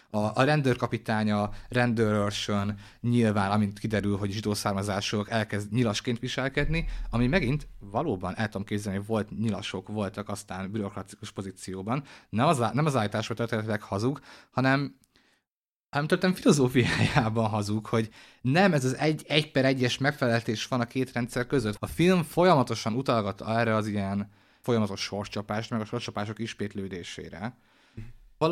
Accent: Hungary; Itt érzem magam, hát igazából sértve magyarként. Úgyhogy ennek a társadalomnak a tagja vagyok

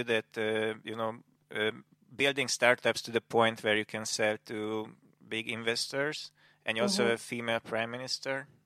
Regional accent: Győr, Győr-Moson-Sopron, Hungary; English is a second language; Yeah, it's quite similar in Hungary. I grew up in Győr on the countryside in a quite big city, but like Budapest is more than 10 times as big

